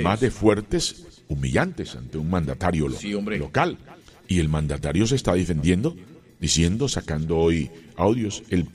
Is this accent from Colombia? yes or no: yes; Colombia; Como ciudadano, como colombiano, me gustaría que un presidente